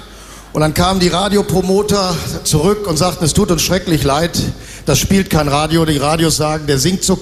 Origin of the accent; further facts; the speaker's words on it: North Rhine-Westphalia, Germany; Ich komme aus dem Ruhrgebiet, bin Westfale, wir machen das langsam, aber stetig.